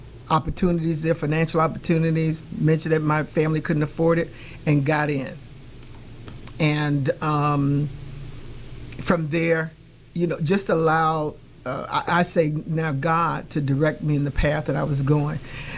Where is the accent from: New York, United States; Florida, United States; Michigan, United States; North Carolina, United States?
Florida, United States; Winter Park; moved away; I was raised in Winter Park, Florida.